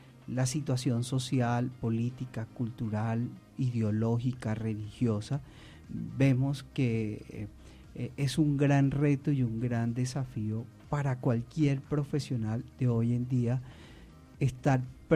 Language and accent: Spanish; Colombia; nosotros como colombianos